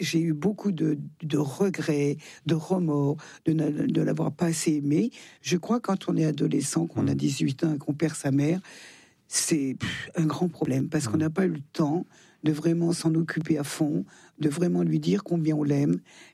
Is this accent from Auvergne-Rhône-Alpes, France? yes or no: yes; Auvergne-Rhône-Alpes, France; Je suis plus savoyarde que française